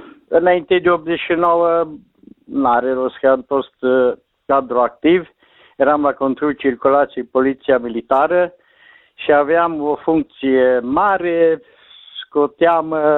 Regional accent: Romania; e satul meu natal, am intrat să candidez și la ora actuală mă aflu tot aici la sediul primăriei.

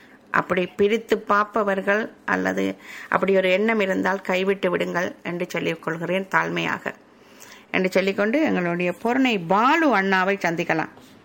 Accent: Sri Lanka; நான் இலங்கை, அதாவது நாட்டை சேர்ந்தவள்

